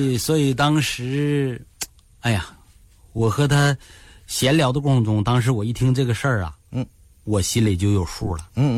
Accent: Northeast China, China; 你就像我走去国外，我到哪儿我都会说我是东北人。

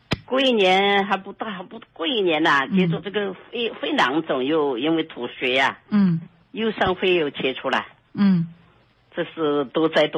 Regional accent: Xiangtan, Hunan, China; born or raised there

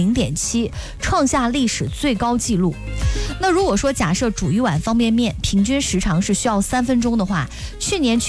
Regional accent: Henan, China; 咱们河南人

